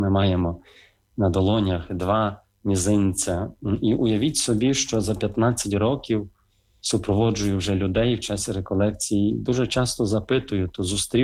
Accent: Drohobych, Lviv Oblast, Ukraine; born there; Ніна Михайлівна в Дрогобичі. Ходив я в школу

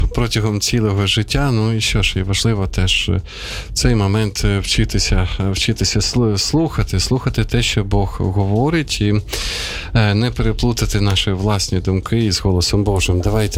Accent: Sumy, Sumy Oblast, Ukraine; moved away; Це моє рідне місто теж

